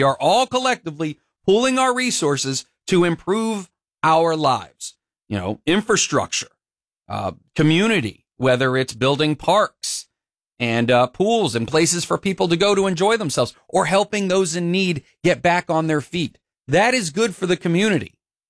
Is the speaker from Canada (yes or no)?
no; United States